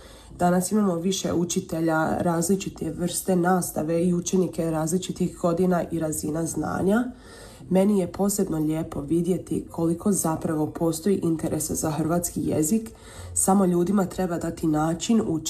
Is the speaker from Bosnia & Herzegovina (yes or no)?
no; Sydney, New South Wales, Australia; prirodno iz mog vlastitog iskustva odrastanja kao Hrvatica u Australiji. Ja sam odrasla dosta uključena u hrvatsku zajednicu u Sidneju.